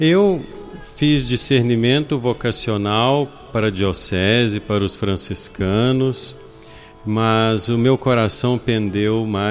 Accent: Divinópolis, Minas Gerais, Brazil; eu sou natural aqui de Divinópolis, essa terra bonita, abençoada, terra do divino.

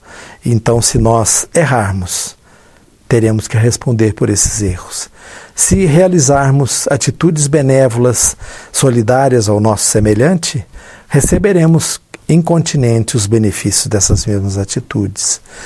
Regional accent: Araxá, Minas Gerais, Brazil; moved away; Depois que saí de Araxá, eu vim para o estado de São Paulo, e hoje até me digo, costumo dizer que sou mais paulista do que mineiro, pela maior parte da minha existência, conviver no estado de São Paulo

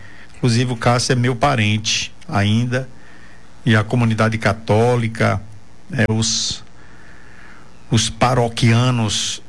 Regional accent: Ribeira do Pombal, Bahia, Brazil; now in São Paulo, Brazil; Toda a minha vida, eu saí de Pombal, é a coisa mais difícil do mundo, e eu vejo tanta gente, eu amo, e deve amar, mas assim, eu além de amar Ribeira do Pombal, não gosto nem de sair de Ribeira do Pombal

